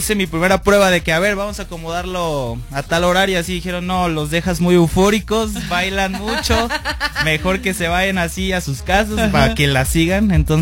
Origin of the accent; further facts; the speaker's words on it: Veracruz, Mexico; Digo, yo soy de Veracruz, nos encanta... la fiesta.